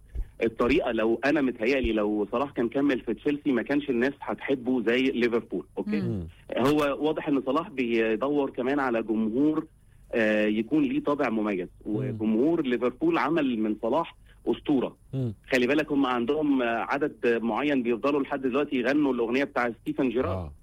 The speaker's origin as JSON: {"language": "Arabic", "country": "Egypt", "said": "فإحنا كشعب مصري طبعا مستفيدين ان البراند بتاعنا احنا كمان بيعلى"}